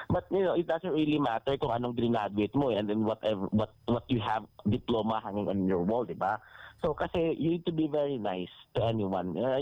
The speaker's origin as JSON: {"language": "Tagalog", "region": "Western Visayas", "country": "Philippines", "said": "I'm from Aklan."}